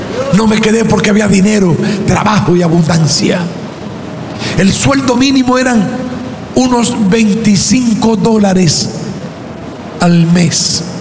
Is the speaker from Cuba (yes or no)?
yes; Cuba; moved away